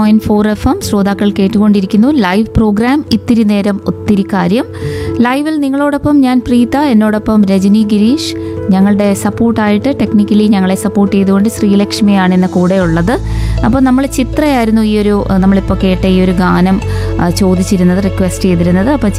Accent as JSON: {"language": "Malayalam", "town": "Kollam", "region": "Kerala", "country": "India", "said": "ഞങ്ങൾ തിരുവനന്തപുരംകാരുടെ ഭാഷയൊക്കെ ഞങ്ങൾ കൊല്ലത്തുകാർക്ക്"}